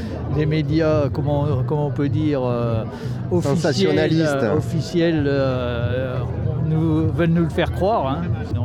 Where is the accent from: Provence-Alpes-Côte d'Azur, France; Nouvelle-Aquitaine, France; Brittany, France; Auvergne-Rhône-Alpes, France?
Provence-Alpes-Côte d'Azur, France; Arles; Moi je suis d'Arles, ouais.